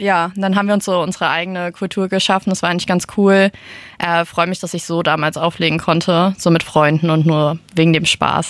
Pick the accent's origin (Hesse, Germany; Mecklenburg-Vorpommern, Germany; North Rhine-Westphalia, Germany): Hesse, Germany; Tatsächlich bin ich im Hintertaunus aufgewachsen. Ist eher so ein bisschen ländlicher, dörflicher Bereich.